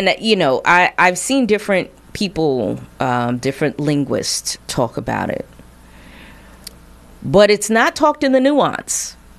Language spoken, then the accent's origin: English; Philadelphia, Pennsylvania, United States; accent: Philadelphia; It's that elongated E in words that I don't hear a lot of other Philadelphians say.